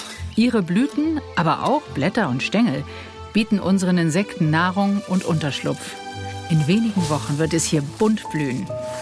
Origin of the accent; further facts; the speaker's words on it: Munich, Bavaria, Germany; beginne ich im Frühling meine Reise dort, wo ich aufgewachsen bin. In München, im Garten meiner Mutter.